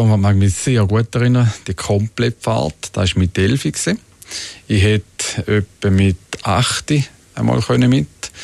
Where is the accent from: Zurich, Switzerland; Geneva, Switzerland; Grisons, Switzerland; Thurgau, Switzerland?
Thurgau, Switzerland; Ich bin im Thurgau aufgewachsen